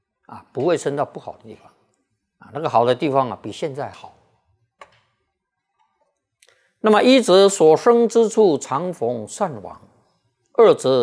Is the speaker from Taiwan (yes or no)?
yes; Taiwan; born there; 像我们生在台湾啊，像我这个年纪的生在台湾啊，那闻佛法的机会呢，那这个就没有障碍啊